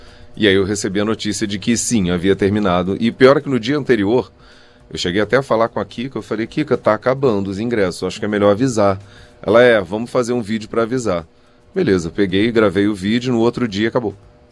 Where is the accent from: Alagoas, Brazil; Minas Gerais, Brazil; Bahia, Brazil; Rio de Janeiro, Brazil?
Rio de Janeiro, Brazil; eu sou nascido e criado no Engenho de Dentro, né? Ali do lado